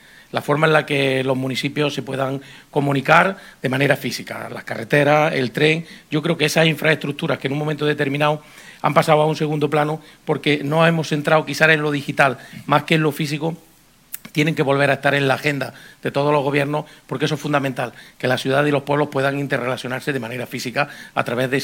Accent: Marmolejo, Andalusia, Spain; Marmolejo, en el caso de mi pueblo, es un sitio donde hay oportunidades en todos los sentidos

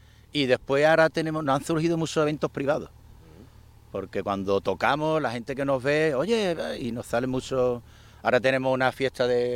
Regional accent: Puerto Real, Andalusia, Spain; No sé si conocéis de sitio, yo soy de Puerto Real y recomiendo que vayáis allá a Raíces también.

